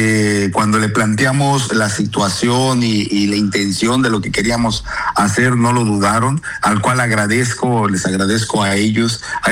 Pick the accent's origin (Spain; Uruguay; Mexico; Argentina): Mexico; Chetumal, Quintana Roo; Otompe Blanco y Chetumal somos una identidad caribeña